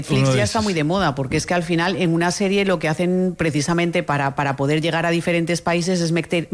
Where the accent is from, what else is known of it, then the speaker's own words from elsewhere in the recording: Spain; para mí como española